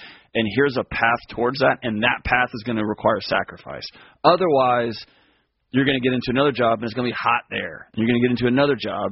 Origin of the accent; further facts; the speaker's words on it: Texas, United States; now in Tennessee, United States; I'm in Tennessee, and I grew up in Texas.